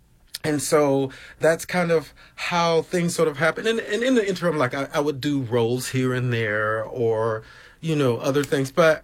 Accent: Georgia, United States

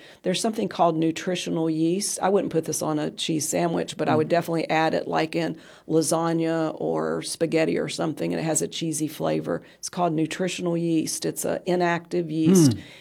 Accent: West Virginia, United States; Well, I grew up in West Virginia thinking

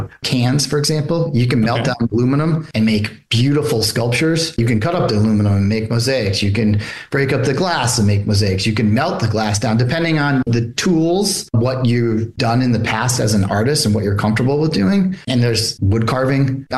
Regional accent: New York, United States; also born or lived in Savannah; now in Mount Pleasant, United States; I'm from New York originally

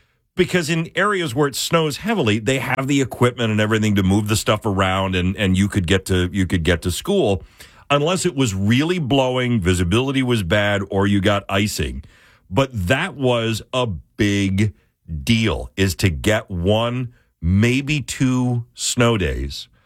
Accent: Springville, New York, United States; now in New Jersey, United States; as a kid growing up outside of Buffalo and living, my town was in a valley. It was Springville, New York. It's in southern Erie County. It's in a valley.

